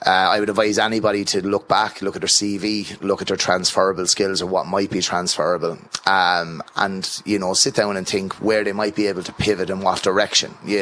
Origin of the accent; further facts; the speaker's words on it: Ireland; You know, as Irish people, we always, or in Ireland, should I say, we always put ourselves into these compartments and I'll be doing this type of job forever.